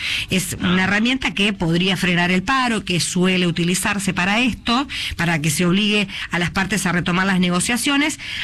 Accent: Argentina

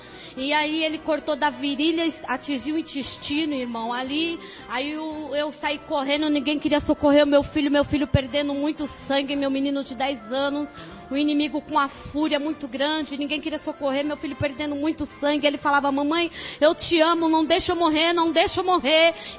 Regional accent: Diadema, São Paulo, Brazil; sou de Diadema Eldorado.

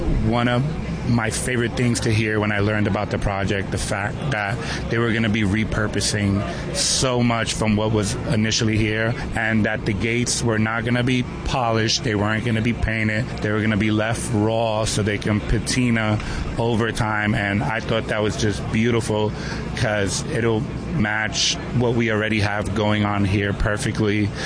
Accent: Bronx, New York, United States; And then I grew up in the Bronx, where graffiti was very prevalent.

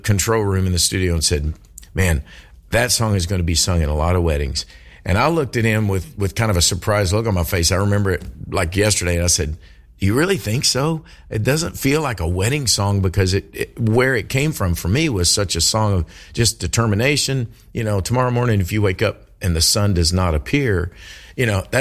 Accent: Kentucky, United States; I am from Kentucky.

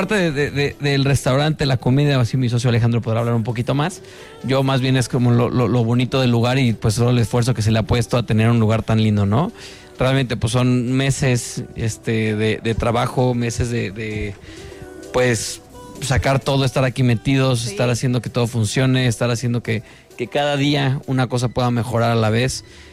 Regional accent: Querétaro, Mexico; los que vivimos aquí y somos queretanos o vivimos cerca

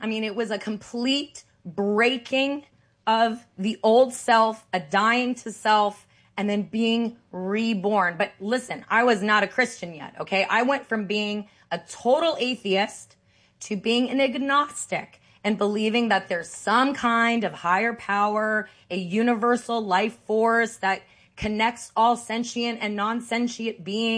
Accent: Santa Monica, California, United States; born or raised there

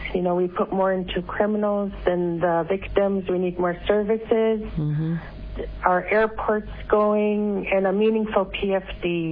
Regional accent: Toksook Bay, Alaska, United States; I come from Tuxuk Bay, and I would be humbled to have your support.

